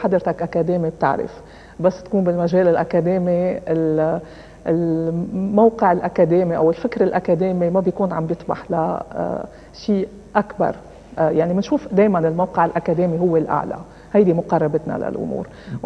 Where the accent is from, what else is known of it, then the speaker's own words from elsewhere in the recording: Lebanon; لبنان بيتميز بأمور كتيرة، نحن لبنانيين بنتميز بأمور كتيرة